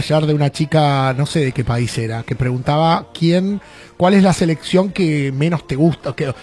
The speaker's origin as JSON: {"language": "Spanish", "country": "Argentina", "said": "soy argentino, pero no soy así."}